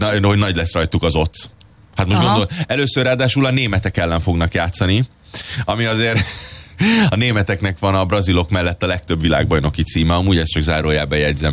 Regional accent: Budapest, Hungary; born there; mikor én gyerekként, mit tudom, Újpesten lementem focizni

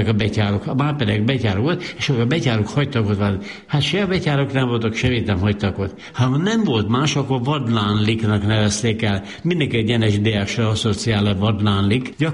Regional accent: Balatongyörök, Zala, Hungary; de én gyerekkoromban Balatongyörökön nőttem fel

